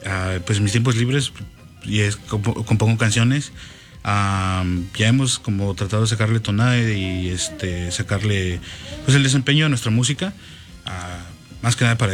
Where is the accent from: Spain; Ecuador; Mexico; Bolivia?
Mexico; Papalotla, Tlaxcala; moved away; yo crecí un buen tiempo en Tlaxcala.